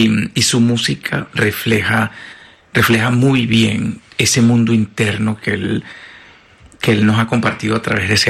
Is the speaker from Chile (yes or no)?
no; Venezuela; nosotros como venezolanos